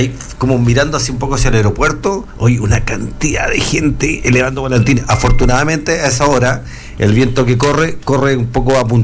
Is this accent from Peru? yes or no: no; Quilpué, Valparaíso, Chile; pues yo soy más del interior, porque yo soy un poquito de Quilpué.